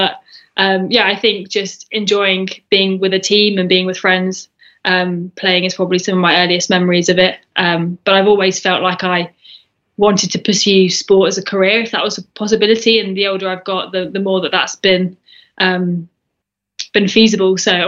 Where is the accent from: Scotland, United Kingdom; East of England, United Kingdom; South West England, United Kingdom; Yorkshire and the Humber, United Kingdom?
East of England, United Kingdom; Bedford; born or raised there